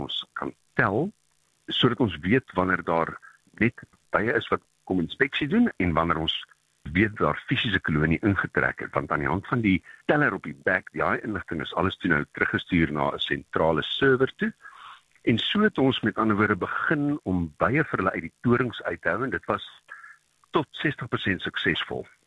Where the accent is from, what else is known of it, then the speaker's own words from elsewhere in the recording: Alberton, Gauteng, South Africa; born there; also born or lived in Nigel, Gauteng; ek het aanvanklik in Alberton was op laerskool en van daar het my ouers verhuis na Nigel, waar my pa saam met Wyle … 'n ingenieursbesigheid van stapel gestuur het. En ek het aan Hoërskool John Vorster gematrikuleer.